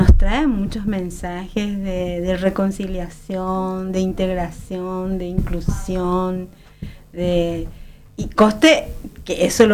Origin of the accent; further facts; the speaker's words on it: Paraguay; nos da una gran esperanza como paraguayos y paraguayas